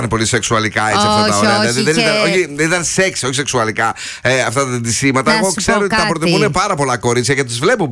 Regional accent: Kalambaka, Thessaly, Greece; moved away; Θα πάμε στην Καλαμπάκα, στην πατρίδα μου.

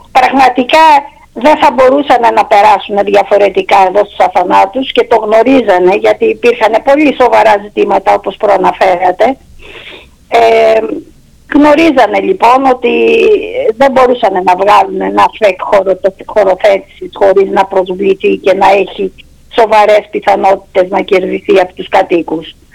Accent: Lofos Livados, Crete, Greece; Ναι, εγώ είμαι από την ευρύτερη περιοχή, είμαι από το Λόφο Λιβάδος

